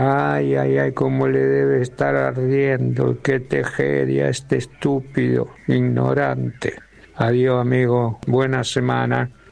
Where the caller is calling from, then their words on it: Mar del Plata, Buenos Aires Province, Argentina; Buen día, Mario. … de Mar del Plata